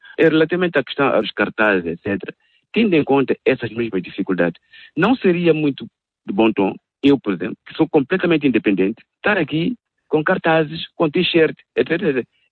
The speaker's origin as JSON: {"language": "Portuguese", "country": "São Tomé & Príncipe", "said": "Fomos todos portugueses. Até bem pouco tempo éramos todos portugueses, que se adequava naturais de São Tomé."}